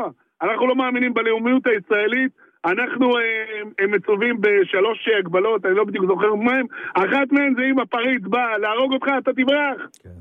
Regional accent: Jerusalem, Jerusalem District, Israel; אני גדלתי בשכונת רמות.

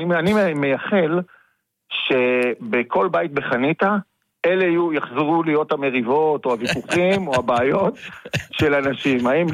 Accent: Tzofit, Central District, Israel; also born or lived in Jerusalem; now in Hanita, Israel; אני נולדתי בכלל בירושלים, ורוב חיי גרתי בכלל במושב צופית, ליד כפר סבא בשרון

